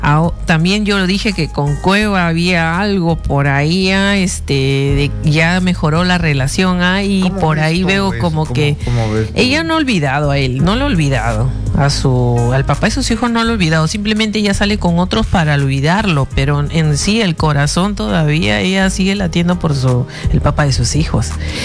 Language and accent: Spanish; Sullana, Piura, Peru; Del mismo Sullana, de la Urba Salaberry.